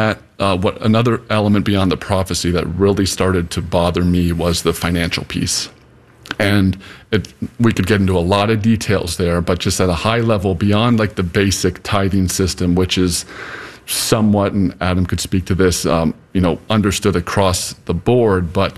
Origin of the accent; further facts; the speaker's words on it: Canada; moved away; I came from Canada. My siblings came down from Canada to join me later to work as well.